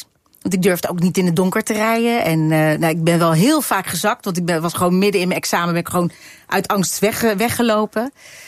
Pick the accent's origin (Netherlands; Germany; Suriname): Netherlands; The Hague, South Holland; ik kom uit Den Haag en daar zat ik in het rockcircuit.